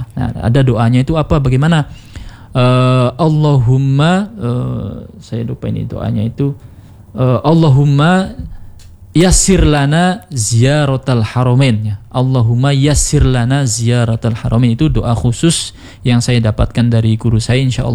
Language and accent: Indonesian; Cirebon, West Java, Indonesia; kita orang Cirebon di sini